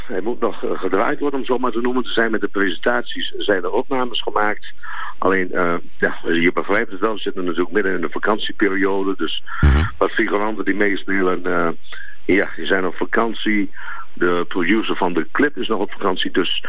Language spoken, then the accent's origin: Dutch; Klazienaveen, Drenthe, Netherlands; geboren en getogen in Klasineveen, dorpje in Drenthe. Woon inmiddels in Emmen